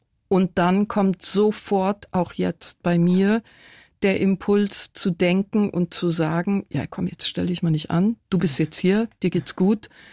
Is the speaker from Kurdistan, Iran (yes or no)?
no; Tehran, Tehran Province, Iran; moved away; also born or lived in Manhattan / Kabul; Von meinen späteren Wohnsitzen in vielen verschiedenen Ländern konnte ich als kleines Mädchen in Teheran nur träumen.